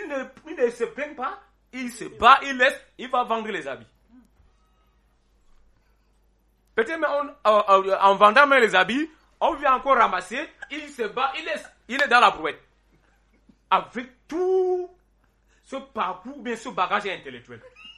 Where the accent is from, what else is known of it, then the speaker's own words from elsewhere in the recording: Cameroon; Qu'est-ce qui manque, par exemple, au Cameroun, puisque nous sommes des Camerounais?